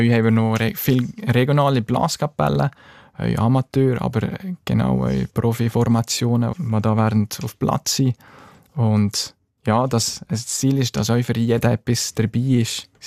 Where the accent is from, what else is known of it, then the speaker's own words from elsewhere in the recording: Grächen, Valais, Switzerland; now in Bern, Switzerland; Grächo ist und bleibt meine Heimat, wenn man in Bergo, so also ein kleines und schönes Bergdorf aufgewachsen ist. Die Heimat, das verliert man nie und ich habe da so tolle Zeit, Jugendzeit erlebt.